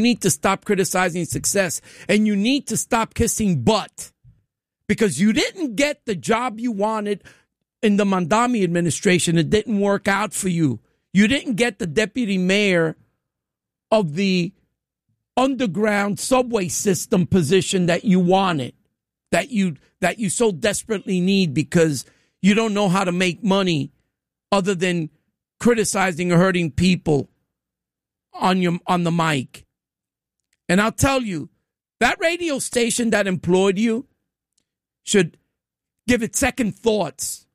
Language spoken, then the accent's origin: English; New York, United States; I don't know what kind of New Yorker you are, because I'm a New Yorker.